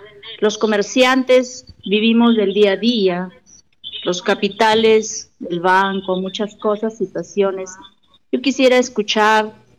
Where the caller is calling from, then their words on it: Olmos, Lambayeque, Peru; Yo, como una ciudadana de Olmos de a pie, comerciante